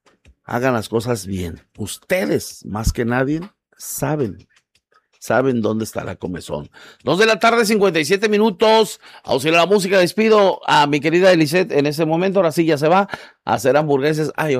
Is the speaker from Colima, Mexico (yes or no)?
yes; Manzanillo, Colima, Mexico; todo mundo que somos de Manzanillo